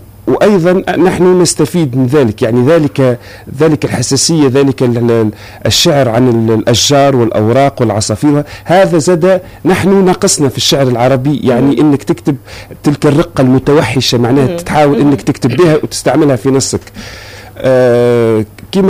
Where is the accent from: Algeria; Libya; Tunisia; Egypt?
Tunisia; اللي يفرحوا انك من تونس